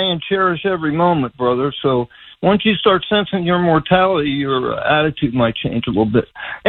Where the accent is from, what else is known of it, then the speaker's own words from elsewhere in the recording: Cincinnati, Ohio, United States; that's my hometown